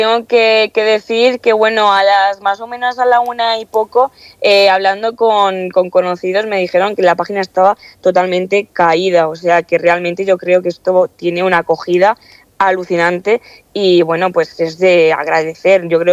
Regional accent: Castilla-La Mancha, Spain; yo no soy de Cartagena, de hecho yo soy de un pueblo de Ciudad Real, de Castilla-La Mancha, y para mí fue un cambio bastante drástico.

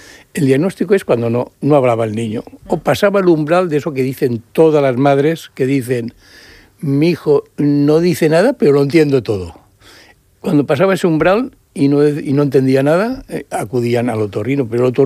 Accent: Valencia, Valencian Community, Spain; born there; Yo tengo infraestructura en Valencia porque soy de Valencia. Bueno, nacido allí, pero...

